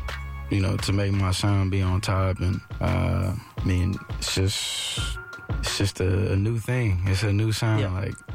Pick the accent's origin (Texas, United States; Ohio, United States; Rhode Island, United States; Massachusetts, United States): Texas, United States; Cypress; moved away; I'm from Cypress, Texas area.